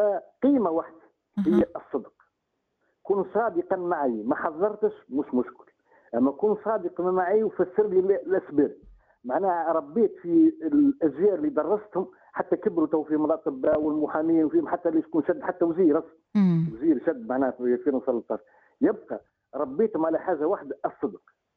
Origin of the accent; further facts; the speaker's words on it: Tunisia; also born or lived in Kasserine; أنا راني ولدت في الريف وولد ريف